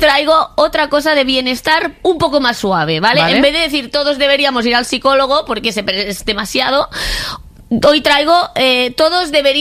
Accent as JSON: {"language": "Spanish", "region": "Catalonia", "country": "Spain", "said": "Sí, yo bebo agua porque soy catalana, ¿vale?"}